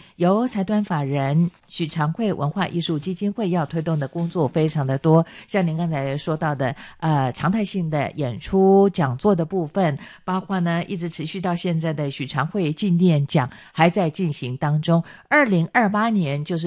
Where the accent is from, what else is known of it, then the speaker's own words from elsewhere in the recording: Chiayi, Taiwan; 希望在我的老家嘉义也有机会可以欣赏到他的特展。